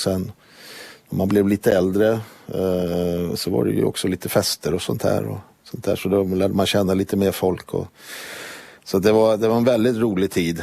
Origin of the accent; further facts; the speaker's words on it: Finland; Vad de inte visste däremot, det var att jag var finsk medborgare.